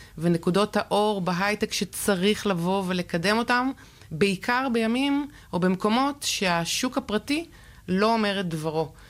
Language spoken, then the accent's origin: Hebrew; Tel Aviv, Tel Aviv District, Israel; אז אני תל אביבית מבטן ומלידה, מהטבור של תל אביב, ליד לונדון מיניסטור, רבי אמא שדרות חן, בית ספר גבריאליה כרמל, עירוני א', אמרתי אוניברסיטת תל אביב, אפילו משם לא התרחקתי.